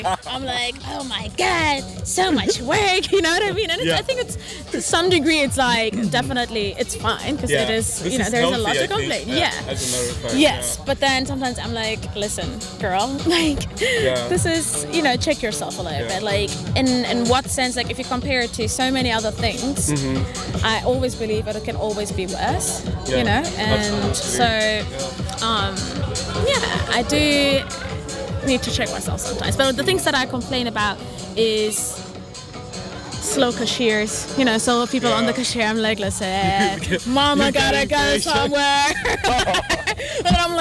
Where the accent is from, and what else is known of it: Germany; born or raised there